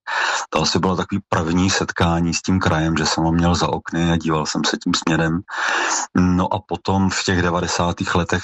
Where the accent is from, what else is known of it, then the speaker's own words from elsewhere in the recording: Třeboň, South Bohemian Region, Czechia; Vyrůstal jsem v paneláku v Třeboni, pod sebou jsem měl celý svět.